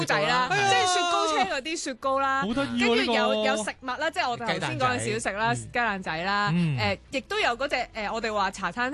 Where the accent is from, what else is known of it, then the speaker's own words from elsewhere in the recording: Hong Kong; 我作为一个香港人